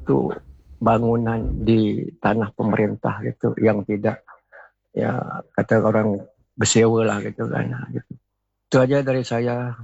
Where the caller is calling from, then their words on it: Mantang, Riau Islands, Indonesia; mungkin beliau kenal sama saya orang Mantang.